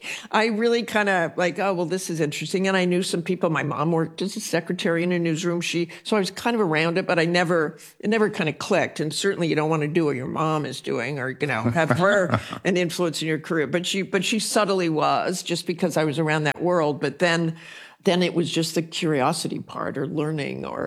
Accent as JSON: {"language": "English", "town": "Salt Lake City", "region": "Utah", "country": "United States", "tie": "born or raised there"}